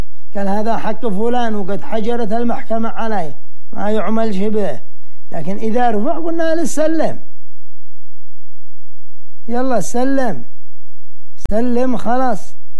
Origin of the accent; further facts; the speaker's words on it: Sanaa, Amanat Al Asimah, Yemen; عندنا في صنعاء